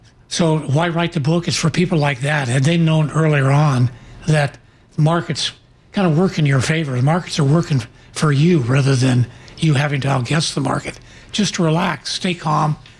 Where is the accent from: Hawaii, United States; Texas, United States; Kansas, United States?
Kansas, United States; Lawrence; moved away; that's my hometown as well as where I went to school.